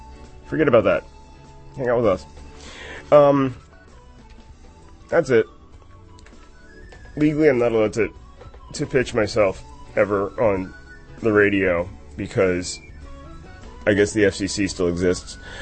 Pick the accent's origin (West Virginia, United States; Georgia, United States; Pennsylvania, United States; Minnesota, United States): Pennsylvania, United States; Philadelphia; I can say this because I grew up outside of Philadelphia. So I've been there.